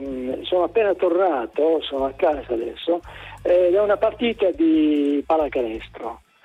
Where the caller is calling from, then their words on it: Ruvo di Puglia, Apulia, Italy; qui a Ruvo di Puglia, una città di 25.000 abitanti, quindi non è una grande città, però è ricca di storia, di musei, un museo nazionale